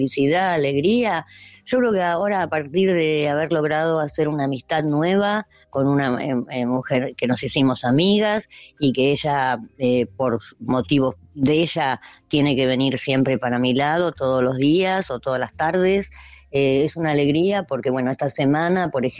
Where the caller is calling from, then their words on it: Argentina; de Barrio Norte